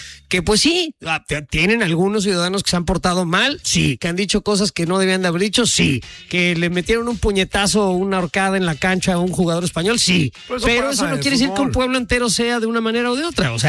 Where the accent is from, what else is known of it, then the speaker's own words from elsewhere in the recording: Mexico; now in United States; como ser mexicano en Estados Unidos. Todos los mexicanos están aquí legalmente, y todos los mexicanos trabajan en la cocina. Y pues la verdad no, o sea, la verdad es que muchos trabajamos en distintas cosas